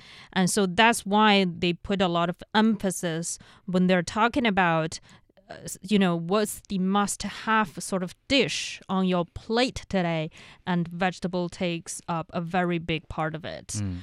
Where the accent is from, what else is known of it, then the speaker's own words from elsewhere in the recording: Inner Mongolia, China; You know, I grew up in Inner Mongolia where we don't really have the habits of eating a lot of vegetables.